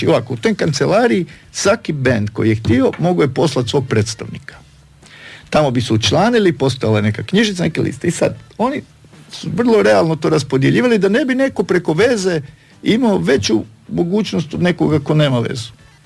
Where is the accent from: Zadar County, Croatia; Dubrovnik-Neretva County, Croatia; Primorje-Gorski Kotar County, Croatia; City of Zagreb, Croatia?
Primorje-Gorski Kotar County, Croatia; Rijeka; Ja nisam bio u Beogradu u tom trenutku, odrastao sam u Rijeci, pa ti ne mogu reći gdje je bolje, gdje je lošije i šta je razlika.